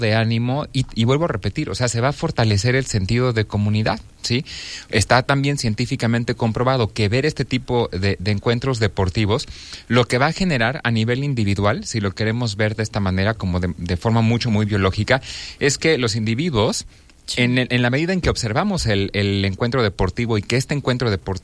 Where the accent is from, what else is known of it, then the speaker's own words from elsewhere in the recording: Mexico; nosotros como mexicanos